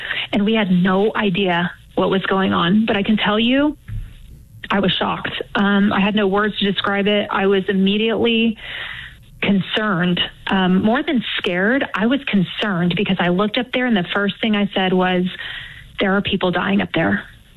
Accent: Texas, United States; So I'm from Texas. You know, I was barely 23 years old.

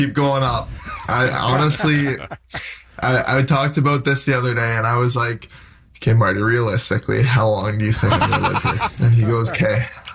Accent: Stony Creek, Ontario, Canada; Stony Creek, so just outside Hamilton. So okay. My dad's always saying, you know, we're from Stony Creek. Winona is actually the spot, but Stony Creek, and I mean, it's just outside Hamilton. So I played on the Hamilton Junior Bulldogs growing up.

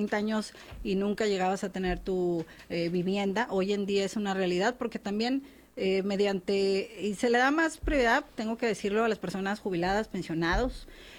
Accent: Mexico; nosotros como mexicanos, mexicanas, podamos nosotros dirigir hacia dónde queremos que vaya nuestro gobierno

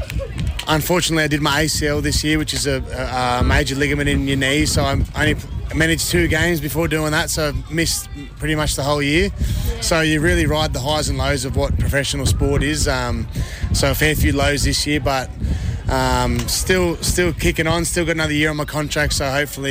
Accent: Hervey Bay, Queensland, Australia; I'm a Garangarang man, but I'm from a place called Harvey Bay in Queensland, which is bachelor country, but that's where I'm born and bred.

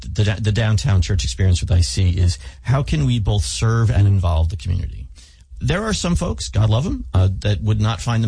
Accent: Massapequa, New York, United States; now in Knoxville, United States; New York City, just outside of New York City, town called Massapequa.

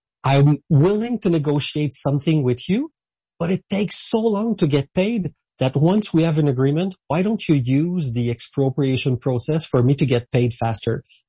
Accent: Saint-Hyacinthe, Quebec, Canada; I come from a farmer region myself. I was raised in Saint-Hyacinthe, which is the capital of the agricultural world in Quebec. So I know that reality.

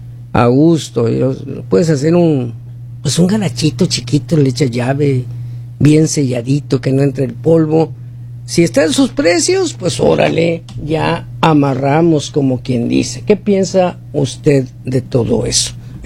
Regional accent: Hermosillo, Sonora, Mexico; moved away; acabo de ir a mi ciudad natal. Mi ciudad natal es Hermosillo, Sonora, México

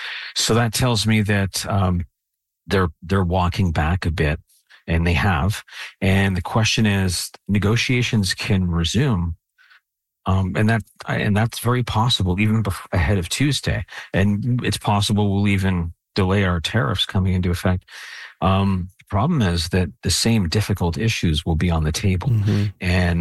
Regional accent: Canada; I'm Canadian.

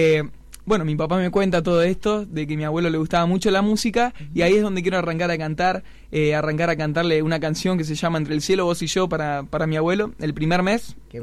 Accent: San Martín, Buenos Aires Province, Argentina; moved away as an adult; now in Córdoba, Argentina; soy un chico de Buenos Aires, de San Martín, uh-huh. que bueno, está acá en Córdoba viviendo un hermoso sueño junto a su familia

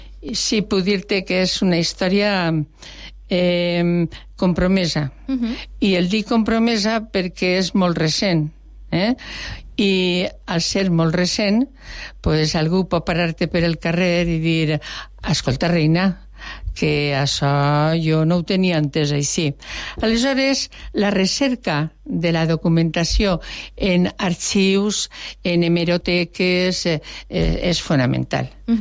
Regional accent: Albaida, Valencian Community, Spain; exceptuant els espòsits que vaig passar a la vall, sempre m'he quedat en el meu poble

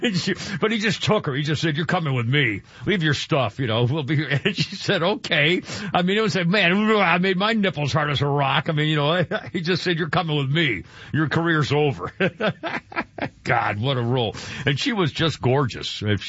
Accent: New England, United States; And I grew up in New England, and there weren't that many black people there.

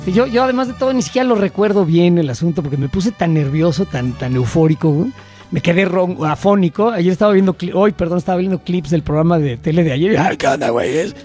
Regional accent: Mexico; Somos los mexicanos

